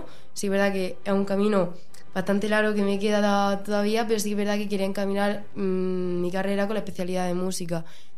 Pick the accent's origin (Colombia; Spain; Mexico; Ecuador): Spain; Mula, Region of Murcia; Sí, estoy en la banda de mi pueblo.